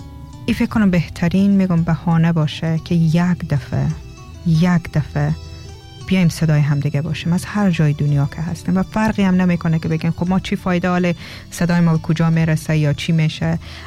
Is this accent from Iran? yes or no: no; Afghanistan; یک دفعه بیایم بگیم ما هم میگی از افغانستان هستیم